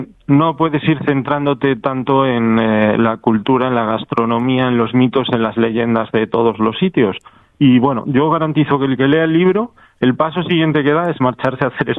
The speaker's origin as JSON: {"language": "Spanish", "town": "Villafranca del Bierzo", "region": "Castile and León", "country": "Spain", "said": "soy de Villafranca"}